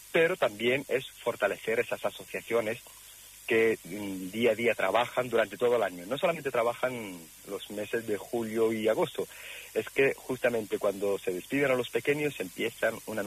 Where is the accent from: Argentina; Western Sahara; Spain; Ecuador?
Western Sahara; Y nosotros como saharaui, cuando nos preguntan si se vislumbra una solución